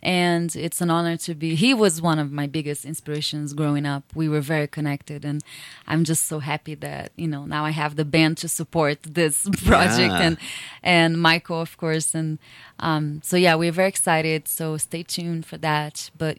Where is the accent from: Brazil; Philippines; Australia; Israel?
Brazil; now in United States; I am originally from Brazil. I've been in the States for a while